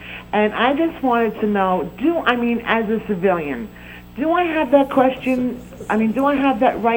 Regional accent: Staten Island, New York, United States; I'm from Staten Island, New York.

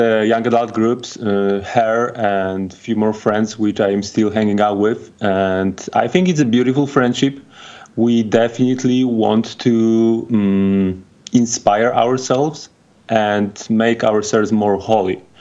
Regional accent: Poland; moved away as an adult; now in Chicago, United States; So I was born and raised Catholic. I'm from Poland, and I moved to the USA 9 years ago.

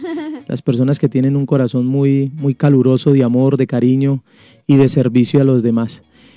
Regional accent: Puerto Boyacá, Boyacá, Colombia; yo soy de Puerto Boyacá, Boyacá, una zona del Magdalena Medio aquí en Colombia, de bastante calor, hace bastante calorcito allí

